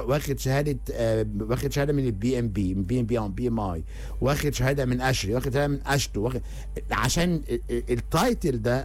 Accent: Egypt; احنا عندنا في مصر حاجه اسمها المهندسين اللي بيشتغلوا باليوميه،

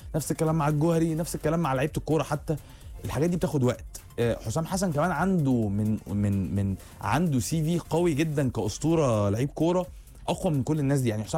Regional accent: Egypt; احنا كمصريين

